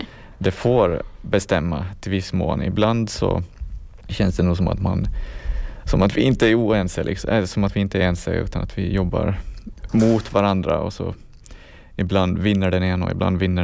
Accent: Jomala, Åland, Åland Islands; jag gick här i skolan när jag var liten i Vikingåsen.

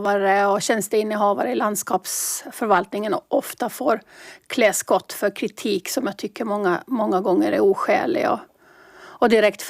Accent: Mariehamn, Åland, Åland Islands; Då pratade jag om min uppväxt på Skeffersgränd och i stan.

